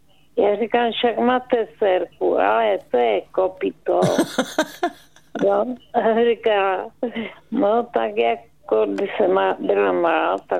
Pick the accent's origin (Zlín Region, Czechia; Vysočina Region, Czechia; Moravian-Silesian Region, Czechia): Zlín Region, Czechia; Velké Karlovice; born there; moved away; Já jsem jezdila na Valachy do Velkých Karlovic. Tam jsem se narodila, tak jsem tam jezdila na pouť.